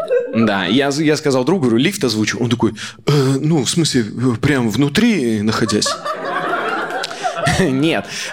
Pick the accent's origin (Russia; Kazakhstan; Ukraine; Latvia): Kazakhstan; я сам из Казахстана